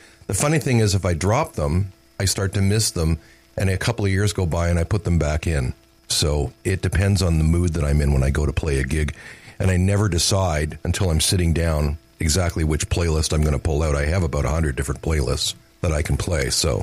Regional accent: Toronto, Ontario, Canada; I loved classic rock radio as a teenager growing up in Toronto. I listened to Chum FM and CFNY.

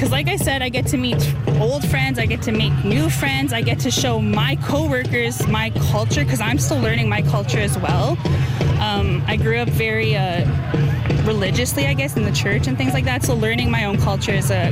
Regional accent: Ebb and Flow First Nation, Manitoba, Canada; now in Winnipeg, Canada; I'm First Nations as well, I come from Ebb and Flow First Nation

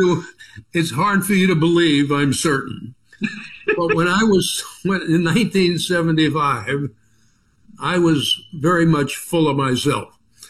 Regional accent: New York, United States; I'm a New Yorker, so I had to call everybody

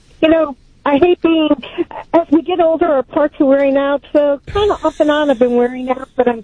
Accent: Los Angeles, California, United States; I'm Latina. Now, my mom's a little darker Mexican, my father lighter. But being born in East L.A., growing up in Central L.A.

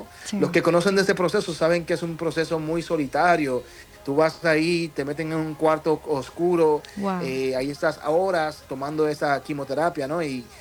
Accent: Puerto Rico; now in Orlando, United States; Sí, ya radicamos acá. Somos puertorriqueños que vivimos acá en Estados Unidos.

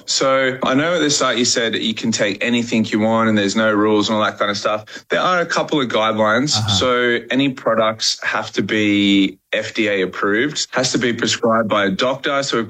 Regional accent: Australia; As an Aussie

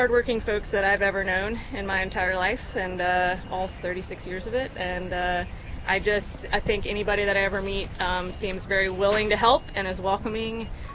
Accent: San Antonio, Texas, United States; now in North Carolina, United States; So, yep, outside of San Antonio, up in the Hill Country.

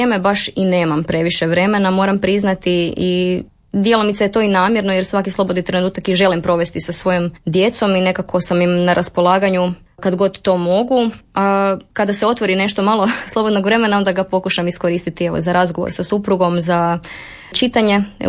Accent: Croatia; koji je inače rodom iz Bjegovače, to je dva mjesta dalje od mjesta u kojem sam ja odrasla.

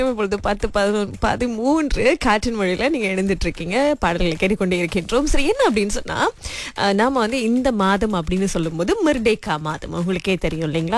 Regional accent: Selangor, Malaysia; ஒன்று நாம அதாவது ஸ்லாங்கூர்காரவங்க

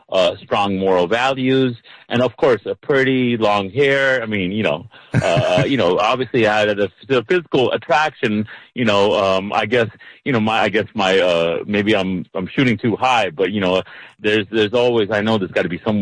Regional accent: Punjab, India; I'm Indian.

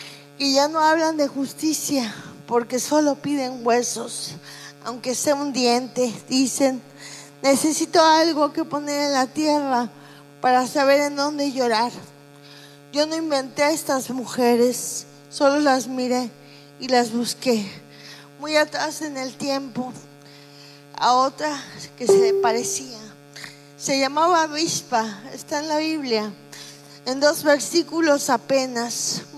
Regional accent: Iguala, Guerrero, Mexico; Vengo de lejos, de Iguala, Guerrero

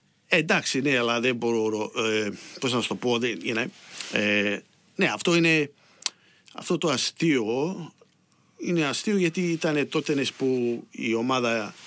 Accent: Melbourne, Victoria, Australia; ο πατέρας μου είναι από τη Κεφαλονιά και εγώ είμαι από το Brunswick.

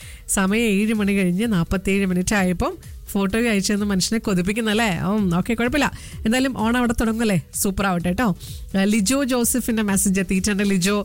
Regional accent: Chavakkad, Kerala, India; എൻ്റെ വീട് തൃശ്ശൂർ ചാവക്കാടാണ്.

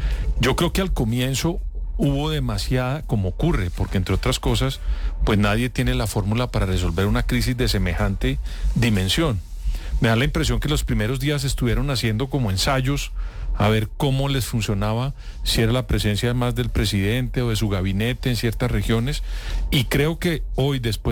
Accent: Colombia; Lo que trato de decir es que yo como colombiano esperaría que frente al fenómeno del Niño

